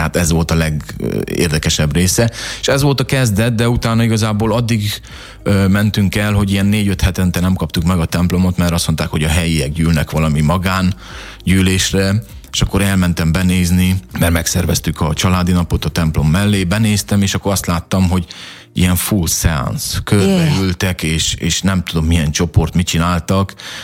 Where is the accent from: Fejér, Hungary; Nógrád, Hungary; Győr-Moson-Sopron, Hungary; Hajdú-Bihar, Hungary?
Hajdú-Bihar, Hungary; Hajdúsámson; moved away as an adult; also born or lived in Debrecen; Én keresztény családban nőttem fel, keresztény otthonba, Debrecen és környéke, Hajdúsámson pontosabban, félig itt, félig ott gyerekként.